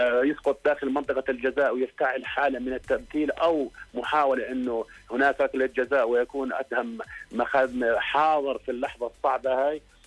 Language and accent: Arabic; Jordan; احنا الشارع الرياضي عندنا في الأردن وحتى كل الشعب الأردني مهتم